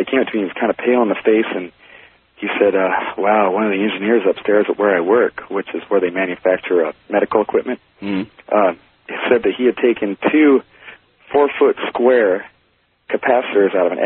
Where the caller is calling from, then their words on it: Redmond, Washington, United States; in Redmond, Washington.